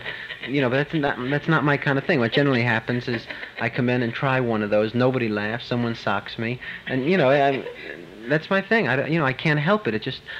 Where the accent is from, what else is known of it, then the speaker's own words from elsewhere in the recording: New York City, New York, United States; I am from Brooklyn